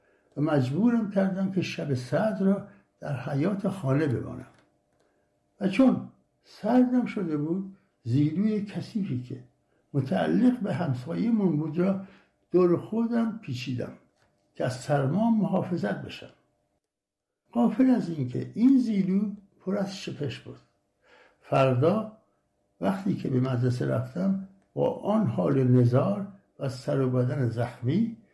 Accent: Hamadan, Iran; born there; در شهر همدان، محله بابا طاهر، در یک خانواده سنتی و مذهبی در فروردین سال 1326 متولد شدم.

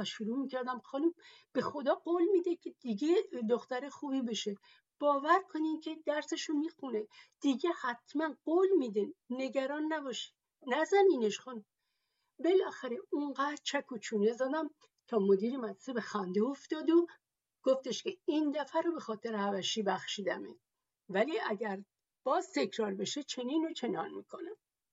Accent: Tehran, Tehran Province, Iran; born there; اما هر دوشون بعد از فرزند دومشون به تهران آمدن و من که فرزند پنجم اونا هستم، متاسفانه زبان ترکی رو با لهجه فارسی حرف میزنم.

